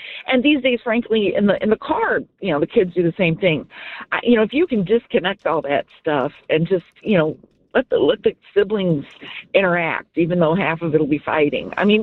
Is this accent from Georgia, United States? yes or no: no; Hammond, Indiana, United States; now in Crown Point, United States; We grew up in Hammond, Indiana